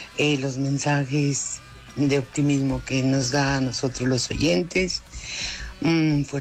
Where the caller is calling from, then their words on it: Arboleda, Nariño, Colombia; Desde Arboleda, Nariño